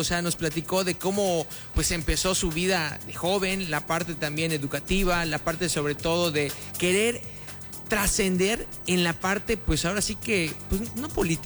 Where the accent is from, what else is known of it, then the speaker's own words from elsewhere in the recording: Mérida, Yucatán, Mexico; Y digo nosotros por la parte de Mérida, de Yucatán.